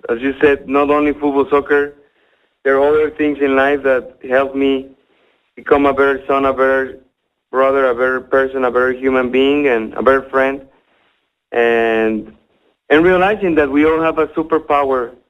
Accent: Guadalajara, Jalisco, Mexico; English is a second language; But I always brought to the table that I was from Guadalajara and that I like to say gracias and celebrate with tequila and bring some mazapanes, which are my favorite candies from Mexico.

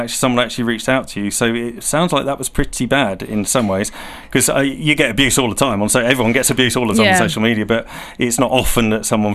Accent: Needingworth, East of England, United Kingdom; And I think because I'm from Needingworth, so I think you're my representative on two levels.

